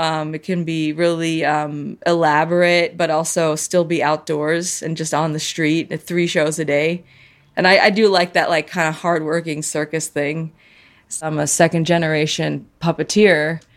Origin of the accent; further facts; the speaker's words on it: Chicago, Illinois, United States; also born or lived in Colorado / New York; I came here in sixth grade. I was about 10 from Colorado. And before that, I was in upstate New York, but I'm from Chicago. Since then, that's been my home, sixth grade. I live in West Logan Square.